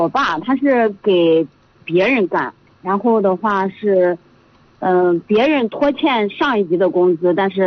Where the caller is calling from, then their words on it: Yuncheng, Shanxi, China; 就是山西运城的。